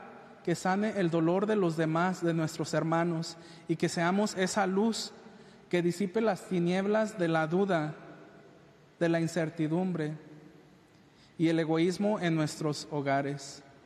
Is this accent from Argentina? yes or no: no; Jalpa, Mexico; moved away; Yo salí de Jalpa el 2001 y no recuerdo si en ese entonces pues mi fe se volvió insípida, porque los últimos años que estuve aquí a lo mejor no venía a las cosas de la iglesia.